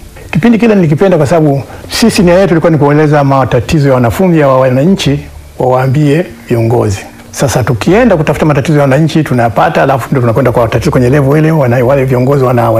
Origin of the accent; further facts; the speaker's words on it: Arusha, Tanzania; moved away; also born or lived in Tanga; Kwa hiyo nimekulia Arusha ambako yeye ndo alikuwa mfanyakazi. Na kama angekuwa ni kuzaliwa, ningezaliwa Arusha. Sasa kwenye nani, Mount Meru Hospital. Lakini kufuatana na taratibu za zamani, mama alikwenda kijijini akajifungua, tukarudi Arusha. Kwa hiyo nimekulia Arusha.